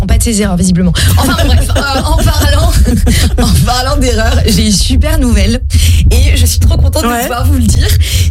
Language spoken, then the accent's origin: French; Switzerland; je suis pas indécis, je suis suisse